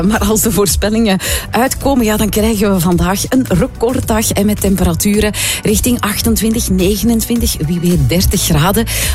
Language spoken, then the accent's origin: Dutch; Belgium; Zo zijn wij Belgen